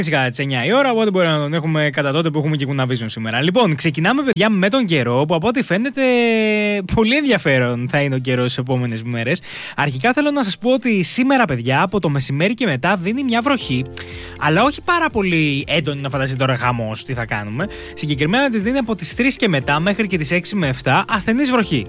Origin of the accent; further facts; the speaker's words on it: Greece; κάποτε Μαρία λέγαμε ότι ήμασταν Έλληνες και βγαίναμε και το φωνάζαμε.